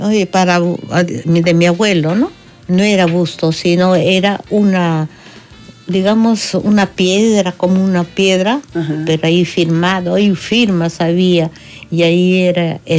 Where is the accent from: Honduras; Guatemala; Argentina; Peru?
Peru; Artista folclorista del Perú viene en busca de familia.